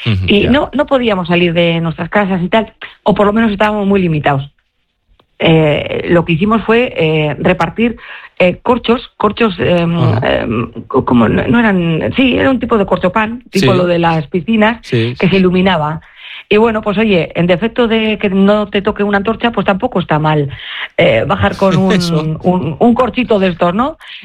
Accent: Muskiz, Basque Country, Spain; Y somos de Musquiz, que no de Bilbao.

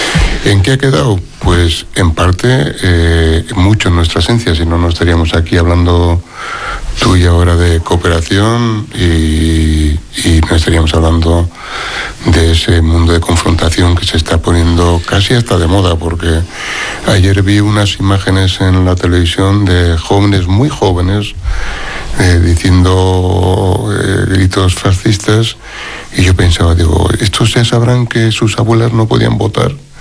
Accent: Barakaldo, Basque Country, Spain; como en mi pueblo, que soy de Baracaldo

